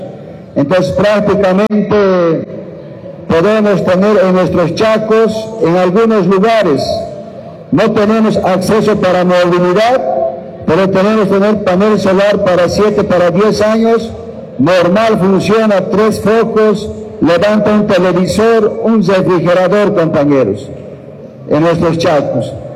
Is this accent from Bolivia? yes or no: yes; Bolivia